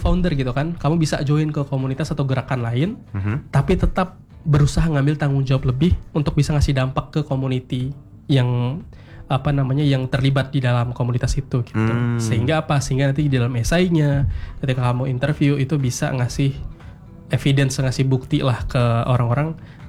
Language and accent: Indonesian; West Kalimantan, Indonesia; Tapi itu sebenarnya inilah modal atau fondasi yang menjadi privilege bagi kita warga Kalbar gitu ya, untuk bisa apply program ini.